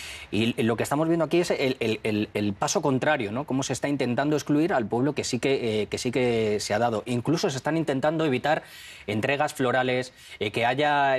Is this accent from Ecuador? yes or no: no; Spain; Yo como español estaría asustado si mi gobierno apoya o cómo está apoyando o está dando armamentos a Kiev